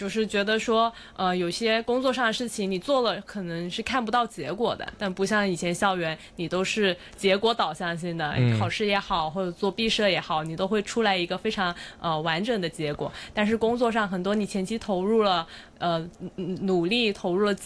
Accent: Guangzhou, Guangdong, China; now in Hong Kong; 我是广州过来的，然后在香港大学念了一年港硕，然后前后现在大概是一年半的时间吧。

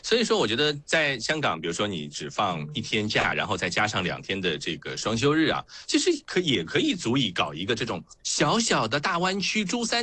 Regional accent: Shanghai, China; 我们上海话会说五一节

